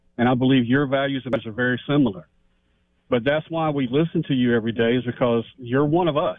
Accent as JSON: {"language": "English", "region": "Alabama", "country": "United States", "said": "You know, I'm from Alabama, diehard Christian."}